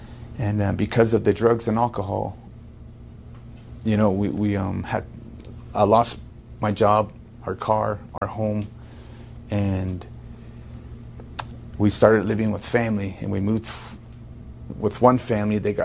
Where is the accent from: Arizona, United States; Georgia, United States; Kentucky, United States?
Arizona, United States; I'm from Noslini, Arizona. I attend Solid Rock Baptist Church.